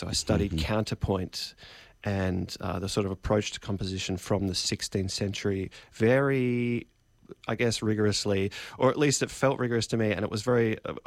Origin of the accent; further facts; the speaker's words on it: Melbourne, Victoria, Australia; I'm from Melbourne, more or less.